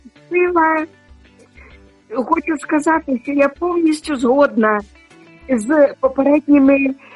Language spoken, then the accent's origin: Ukrainian; Sumy Oblast, Ukraine; now in Denmark; з Данії. Користуючись нагодою, я передаю привіт на мою рідну Сумщину, моїй рідній церкві Різдва.